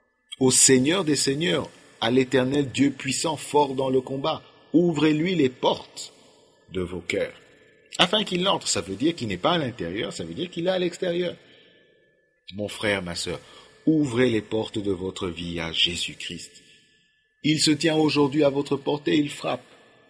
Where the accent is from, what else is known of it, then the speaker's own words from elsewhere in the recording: Kinshasa, DR Congo; Bon, chez nous à Kinshasa, les taxis, nous les partageons à plusieurs.